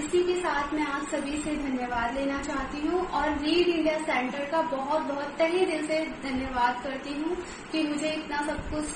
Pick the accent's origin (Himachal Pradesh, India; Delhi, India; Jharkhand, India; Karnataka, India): Delhi, India; और मैं दिल्ली से हूँ।